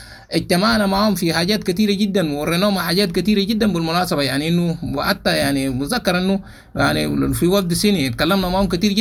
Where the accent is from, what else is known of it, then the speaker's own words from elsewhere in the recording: Sudan; برغم انه احنا سودانيين وعارفينه كويس